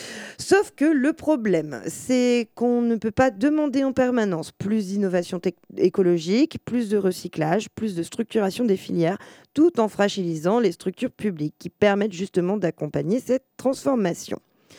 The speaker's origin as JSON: {"language": "French", "town": "Lille", "region": "Hauts-de-France", "country": "France", "tie": "born there", "moved": "yes", "lives_now": "Nantes, France", "said": "je viens du Nord"}